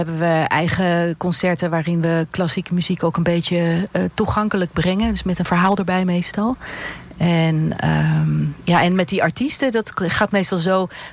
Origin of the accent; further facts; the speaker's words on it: Wenum-Wiessel, Gelderland, Netherlands; now in Amsterdam, Netherlands; Nou, ik ben opgegroeid in Wiesel.